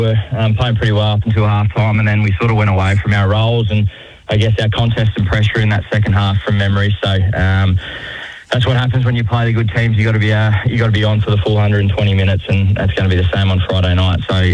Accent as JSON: {"language": "English", "town": "Wagga Wagga", "region": "New South Wales", "country": "Australia", "tie": "born or raised there", "said": "Yeah, I did, mate. It was always rugby league on a Saturday, so on a Sunday, and then about the age of 16, I had to make a choice."}